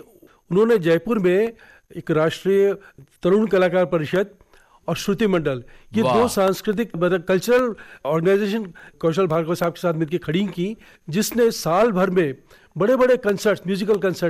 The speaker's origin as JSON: {"language": "Hindi", "town": "Nagpur", "region": "Maharashtra", "country": "India", "tie": "born there", "said": "हम लोग मूल रूप से आंध्रा के ही हैं, तेलंगाना के हैं, हमारे पिताजी माताजी सब वहीं के रहे, लेकिन मेरा ननिहाल नागपुर और मेरी पिताजी जो पोस्टल टेलीग्राफ्स में डिपार्टमेंट में काम करते थे उनकी पहली पोस्टिंग भी नागपुर में ही थी, तो मेरा जन्म भी नागपुर में हुआ।"}